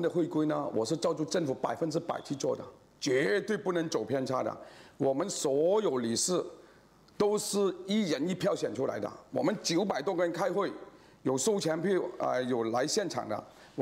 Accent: Malaysia; 特别我们马来西亚华人， 他们语言非常丰富的新加坡华人，是吗？我讲福建话、潮州话、广东话、粤语、英文，是吗？普通话全部会讲的

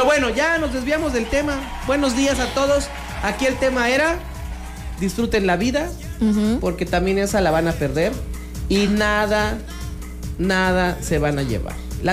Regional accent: Mexico; Somos superhéroes los mexicanos

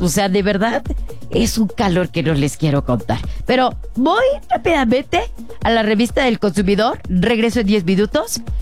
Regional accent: Mexico; Porque así somos los mexicanos.

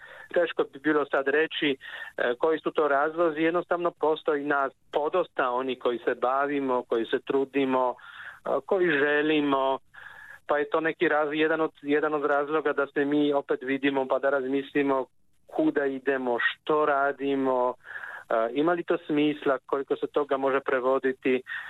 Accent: Kraków, Lesser Poland, Poland; mi smo obojica iz Krakova

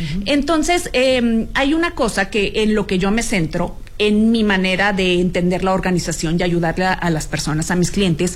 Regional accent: Sonora, Mexico; Norteña, a final, okay, de cuentas, norteña. Ajá. Soy de Sonora.

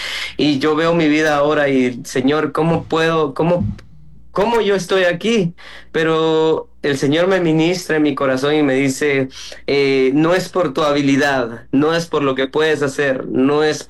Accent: Guatemala; now in Miami, United States; Sí, soy de Guatemala, pero radico en Miami ahora.

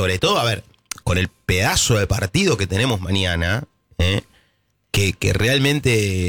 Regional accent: Argentina; Yo creo que nadie se estresó tanto como nosotros en esta Copa del Mundo. Digo, nosotros los argentinos.

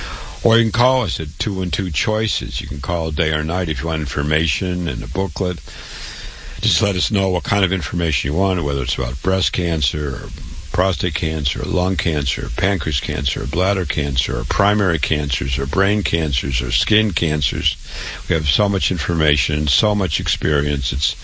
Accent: Waterloo, Iowa, United States; born or raised there

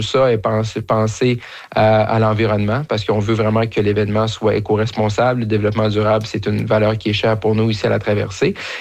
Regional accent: Roberval, Quebec, Canada; parce que je suis originaire de Robertval

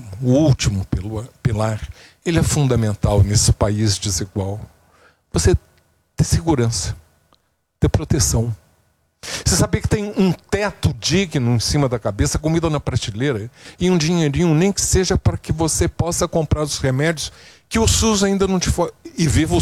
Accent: Rio de Janeiro, Brazil; Eu que sou do Rio

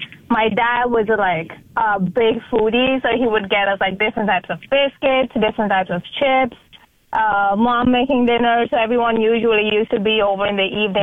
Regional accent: India; I grew up in India before moving here

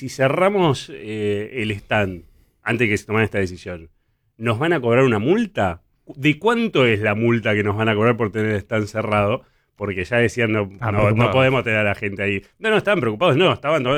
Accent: Argentina

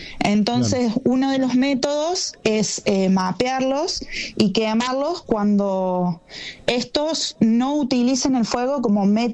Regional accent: Argentina

